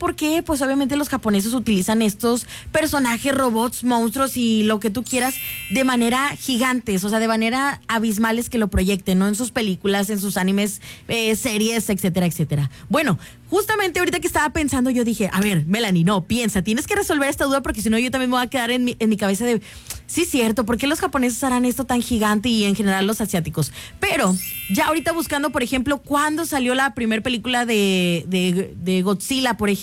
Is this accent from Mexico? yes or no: yes; Mexico; now in Japan; todas esas leyendas que nosotros conocemos como mexicanos. Pues también los japoneses y en otros países también tienen sus propias leyendas